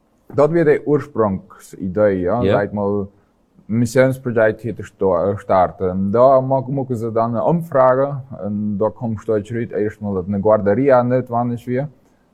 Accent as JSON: {"language": "German", "town": "Filadelfia", "region": "Boquerón", "country": "Paraguay", "tie": "born or raised there", "said": "Ich bin ein Assenzianer Bauer, aber die letzten Teile sind einfach hier in Philadelphia abgewachsen. Und ja, meine Kindheit und Jugend hier verlebt."}